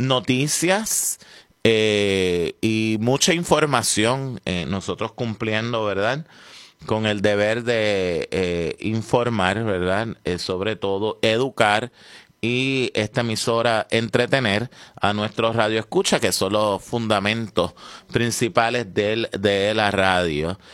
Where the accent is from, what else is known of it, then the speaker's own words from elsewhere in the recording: Puerto Rico; nosotros los puertorriqueños.